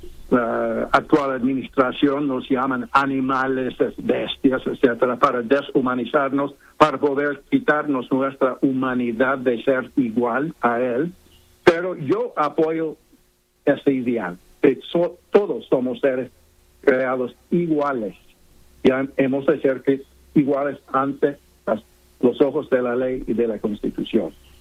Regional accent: Los Angeles, California, United States; Spanish is a second language; y yo nací aquí en Los Ángeles, y mis padres nacieron aquí en Estados Unidos, y de hecho, mi familia ha residido aquí en lo que es Estados Unidos por 8 generaciones, más de 300 años

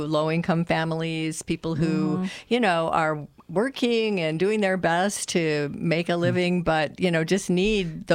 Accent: Illinois, United States; now in Las Cruces, United States; I'm from Illinois originally.

